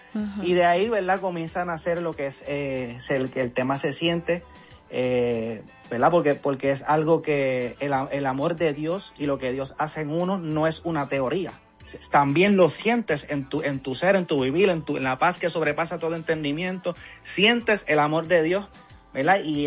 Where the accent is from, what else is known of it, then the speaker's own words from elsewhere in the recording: Puerto Rico; Pero soy boricua.